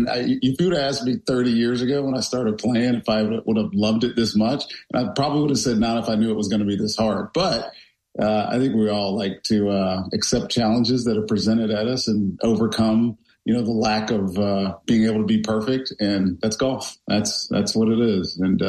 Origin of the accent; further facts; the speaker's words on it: Roanoke, Virginia, United States; also born or lived in Blacksburg, Virginia / Charlottesville, Virginia; So I grew up in Roanoke, Virginia. I was actually born in Blacksburg, outside of Virginia Tech. My mom and dad went to school at Tech. So grew up in Roanoke, then went to Charlottesville.